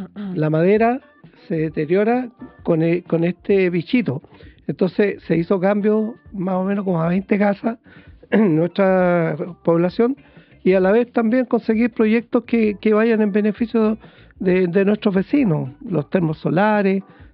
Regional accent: Potrerillos, Atacama, Chile; born there; also born or lived in La Serena; now in Vicuña, Chile; Mire, nací en Potrerillos.

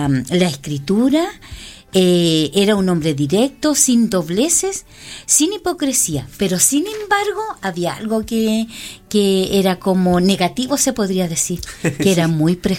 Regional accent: Chile; yo decía, ¿de dónde vienes tú? De la... Yo no quería nombrar la O'Higgins. Entonces yo decía, de la Pablo, la que está detrás de la O'Higgins.

